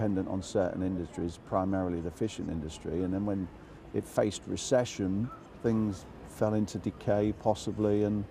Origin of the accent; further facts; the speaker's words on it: Hull, Yorkshire and the Humber, United Kingdom; I mean, you're talking about a working class upbringing. I mean, the city is overwhelmingly working class. And when I was growing up, we used to play in buildings that had been bombed during the war.